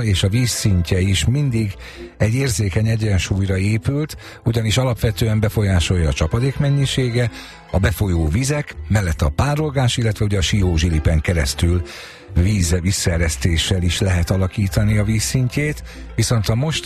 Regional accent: Lake Balaton, Hungary; én is a Balaton mellett nőttem fel nyalanta gyerekként

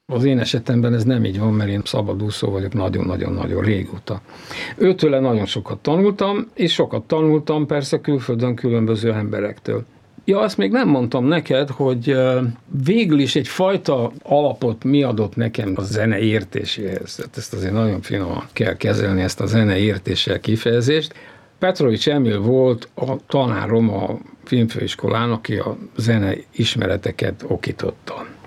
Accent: Hungary; amikor megtudta, hogy én magyar vagyok

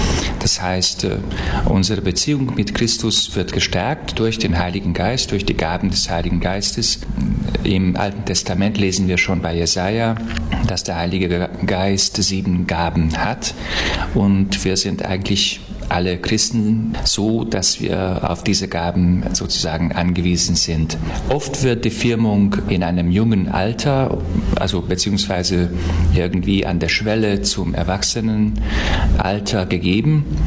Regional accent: Vas County, Vas, Hungary; now in Budapest, Hungary; Ich komme aus Westungarn, aus Vasmegye.

